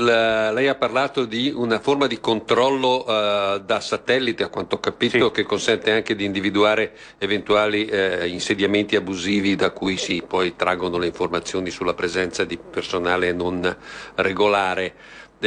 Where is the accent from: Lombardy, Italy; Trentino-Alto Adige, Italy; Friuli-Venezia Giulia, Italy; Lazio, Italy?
Trentino-Alto Adige, Italy; Dalle mie parti, io vengo dall'Alto Adige